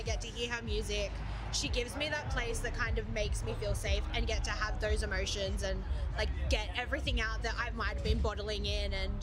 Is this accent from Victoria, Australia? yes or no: no; Sydney, New South Wales, Australia; No, I'm from Sydney. I'm just traveling for the tour.